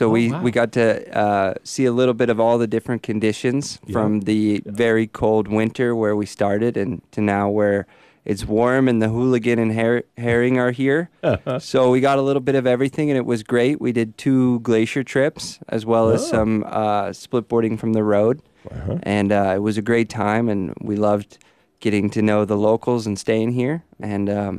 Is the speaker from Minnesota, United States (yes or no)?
yes; Minnesota, United States; now in Santa Cruz, United States; I grew up in Minnesota, right. But I currently live in Santa Cruz, California.